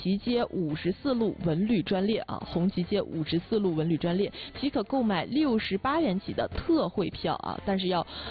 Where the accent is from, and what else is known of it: Northeast China, China